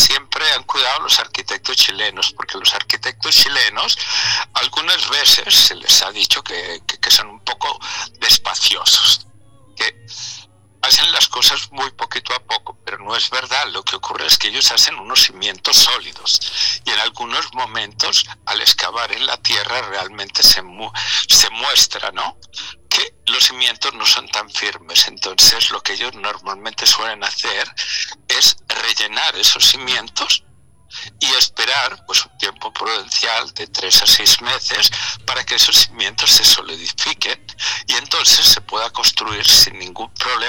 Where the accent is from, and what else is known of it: Spain